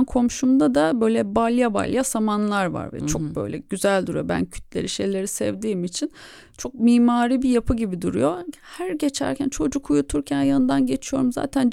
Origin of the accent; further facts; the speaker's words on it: Thrace, Turkey; madem Trakya'dan gelen bir sanatçı olarak orada bulunuyorum